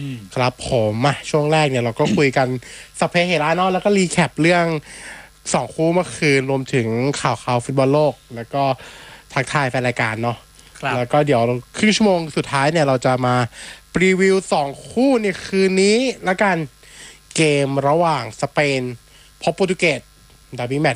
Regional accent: Lam Luk Ka, Pathum Thani, Thailand; also born or lived in Min Buri, Bangkok; แต่ผมเกิดกรุงเทพนะเกิดที่มีนบุรีผมได้เกิดมีนบุรี

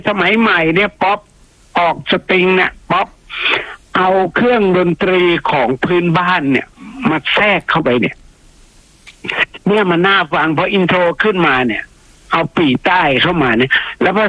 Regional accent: Ang Thong, Thailand; born there; also born or lived in Na Thawi, Songkhla; าวไม่ผมเกิดอ่างทองไงแต่ว่าผมเคยไปอยู่ที่นาทวีมาน

